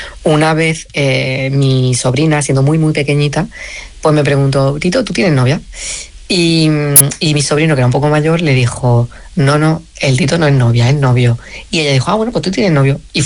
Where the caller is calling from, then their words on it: France; Un abrazo … de Francia.